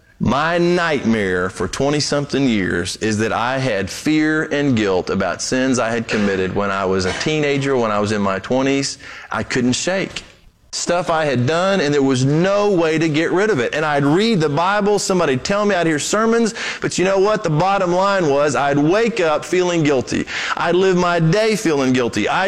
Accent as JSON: {"language": "English", "country": "Brazil", "tie": "born or raised there", "said": "I grew up in Brazil."}